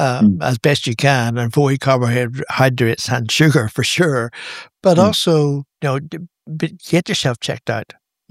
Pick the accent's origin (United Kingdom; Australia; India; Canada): Australia